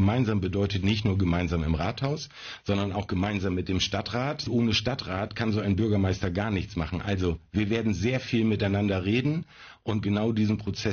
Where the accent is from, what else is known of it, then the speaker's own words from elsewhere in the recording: Schotten, Hesse, Germany; ich bin 55 Jahre alt und gebürtiger Schottenser. Ich war nur zum Studieren ein paar Jahre weg und habe mich dann entschieden, wieder in meine Heimat zurückzukehren.